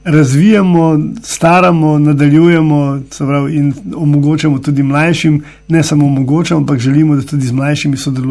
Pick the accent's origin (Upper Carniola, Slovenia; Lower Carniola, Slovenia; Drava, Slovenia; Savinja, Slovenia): Lower Carniola, Slovenia; smo Slovenci ali pa Dolenci